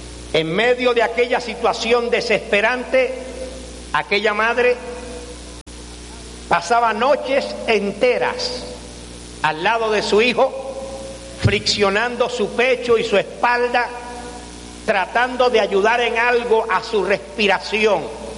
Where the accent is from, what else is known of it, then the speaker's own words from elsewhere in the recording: Havana, Cuba; born there; soy de Cuba, de la ciudad de La Habana.